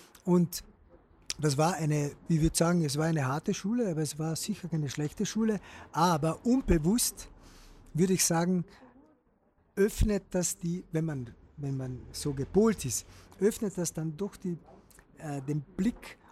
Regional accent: Bleiburg, Carinthia, Austria; ich bin ja in einer Zeit aufgewachsen in Jauntal, in Bodjuna, also in der Gegend um Bleiberg, wo das alles andere als entspannt war.

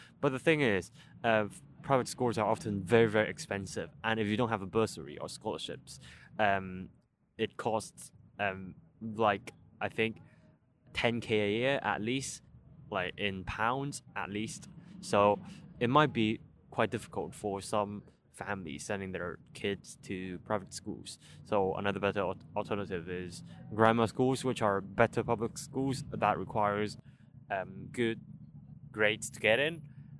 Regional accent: Hong Kong; English is a second language; moved away; And the cultural shock is quite large as well, because as I'm from Hong Kong, the whole way of thinking or our humor or our interests are very different.

